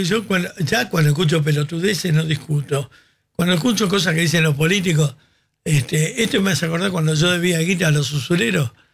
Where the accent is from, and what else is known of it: Argentina